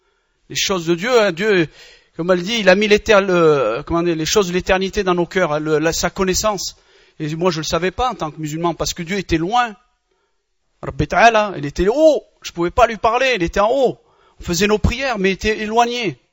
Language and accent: French; Batna Province, Algeria; Je suis algérien, de mère algérienne et de père algérien, des Aurès, pour ceux qui connaissent, ceux qui sont des... Je suis un berbère, un chaoui, des Aurès là-bas du côté de Betna